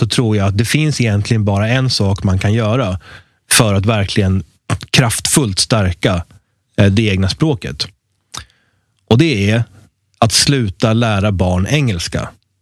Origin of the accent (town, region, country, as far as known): Sweden